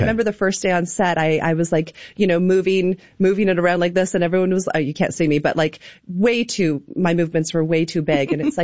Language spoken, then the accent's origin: English; Vancouver, British Columbia, Canada; moved away; Yes, I'm from Vancouver originally